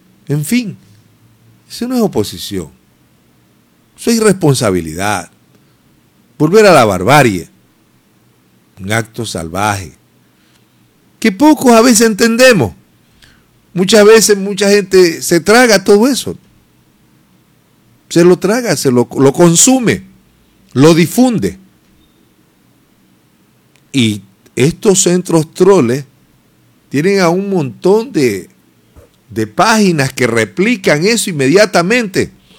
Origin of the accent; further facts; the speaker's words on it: Ecuador; para entendernos como ecuatorianos.